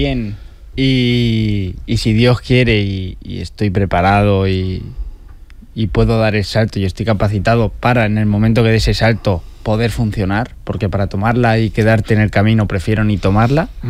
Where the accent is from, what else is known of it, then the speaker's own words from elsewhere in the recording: Alicante, Valencian Community, Spain; poco a poco voy creando ilusión en mi tierra, en los aficionados de Alicante y en los aficionados de la Comunidad Valenciana.